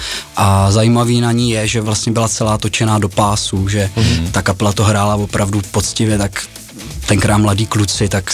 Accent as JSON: {"language": "Czech", "region": "Vysočina Region", "country": "Czechia", "said": "Hrál jsem víceméně v takových regionálních kapelách tam u nás na Vysočině."}